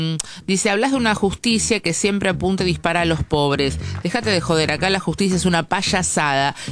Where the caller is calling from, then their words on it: Los Polvorines, Buenos Aires Province, Argentina; Buenos días, Tomás y equipo … de Los Polvorines, excelente programa